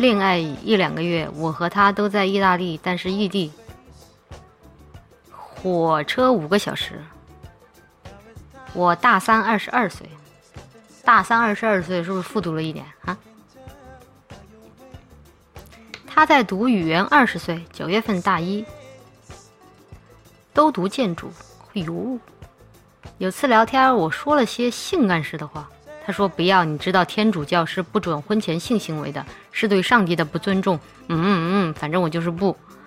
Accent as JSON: {"language": "Chinese", "region": "Chongqing", "country": "China", "said": "在我们重庆话里面有一句话叫做换教还脚"}